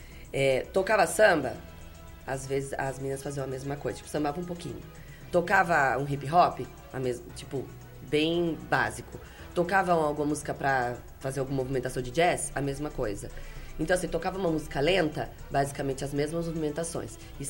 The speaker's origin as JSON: {"language": "Portuguese", "town": "Limeira", "region": "São Paulo", "country": "Brazil", "said": "eu sou de Limeira."}